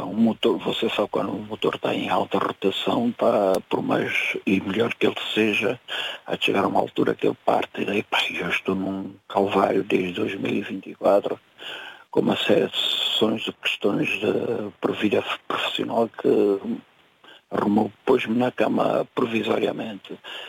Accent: São Tomé & Príncipe; moved away; also born or lived in Mozambique; Eu sou originário de São Tomé.

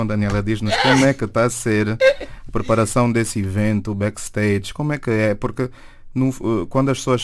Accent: Benguela, Angola; Eu sou de Benguela também.

